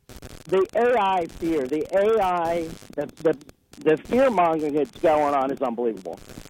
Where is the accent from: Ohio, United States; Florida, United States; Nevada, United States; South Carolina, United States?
Ohio, United States; I'm an Ohioan, right? I grew up in Ohio. Like I said, I live there.